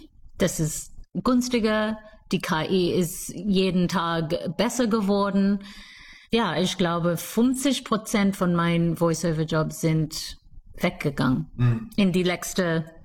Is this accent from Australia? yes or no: yes; Sydney, New South Wales, Australia; German is a second language; moved away as an adult; now in Berlin, Germany; Ich komme aus Sydney, Australien und wohne hier in Berlin seit 2007.